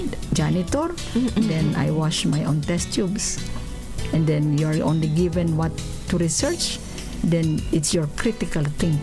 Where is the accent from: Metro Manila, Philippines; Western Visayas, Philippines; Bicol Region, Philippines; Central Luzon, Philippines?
Bicol Region, Philippines; Oas; born there; Kami, I was born in Uwas, Albay.